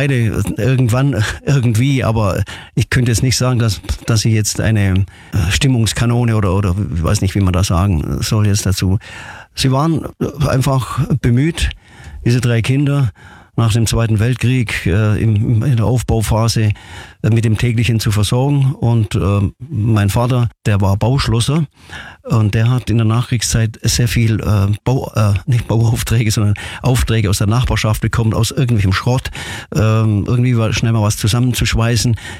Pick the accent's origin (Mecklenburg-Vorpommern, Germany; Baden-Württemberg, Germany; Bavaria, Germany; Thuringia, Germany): Baden-Württemberg, Germany; Ulm; Also meine Sturm- und Drangzeit, meine ganze wichtigen Jahre habe ich eigentlich auf dem Eselsberg verbracht.